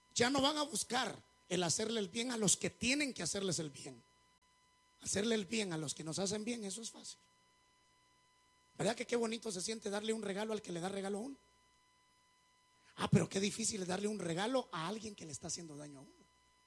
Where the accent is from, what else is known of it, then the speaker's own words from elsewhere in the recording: Zacapa, Guatemala; yo soy de Zacapa, tierra caliente.